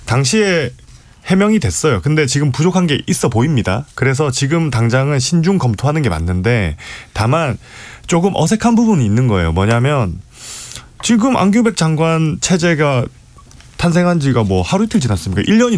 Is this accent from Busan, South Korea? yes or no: yes; Busan, South Korea; 마침 제가 또 부산 출신입니다.